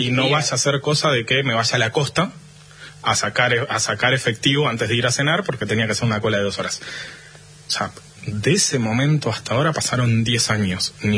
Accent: Tierra del Fuego, Argentina; Yo pongo el caso Ushuaia porque soy fueguino y orgulloso

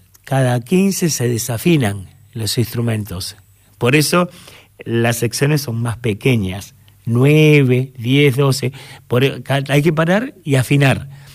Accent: Argentina; somos argentinos

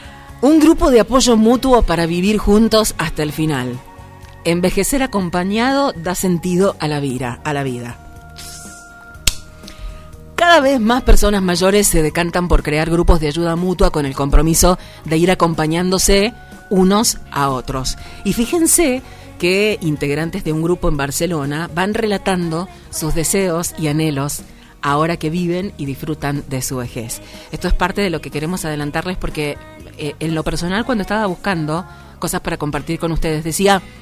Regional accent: Mendoza, Argentina; Somos de Mendoza, Argentina

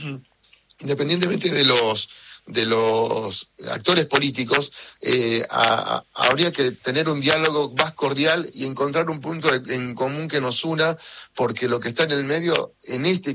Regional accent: Santa Cruz, Argentina; alguien que viene de la provincia de Santa Cruz

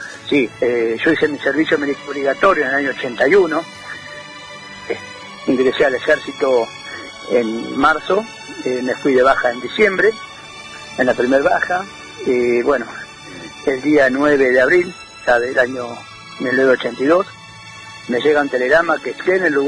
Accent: La Plata, Buenos Aires Province, Argentina; also born or lived in Villa Mitre, Bahía Blanca; yo siempre estuve acá, siempre viví acá en Los Hornos, si bien, como dije, soy nacido en Villa Mitre, Bahía Blanca, me trajeron de chico para estos lados

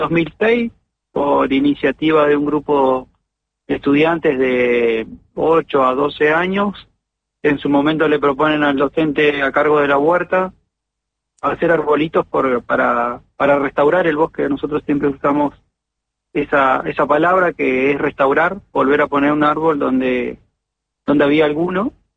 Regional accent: Villa Futalaufquen, Chubut, Argentina; somos de la Villa Futulaufken, que estamos dentro del Parque Nacional Los Alerces, cerca de la Intendencia y las instituciones. Y el bosque nos rodea, el bosque es nuestro patio de casa

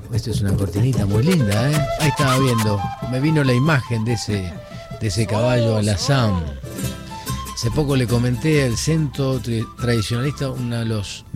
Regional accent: Argentina

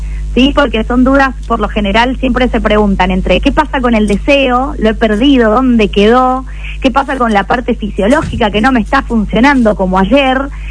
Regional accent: Mendoza, Argentina; Sí, yo soy de acá de Mendoza. He vivido muchos años afuera y tengo un acento medio raro.

